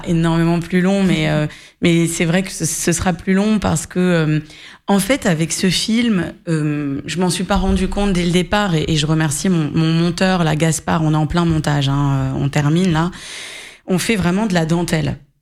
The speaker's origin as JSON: {"language": "French", "town": "Alfortville", "region": "Île-de-France", "country": "France", "tie": "born or raised there", "said": "Je suis née en France en 1987. J'ai eu cette chance. J'ai vécu à Alfortville avec ma communauté autour."}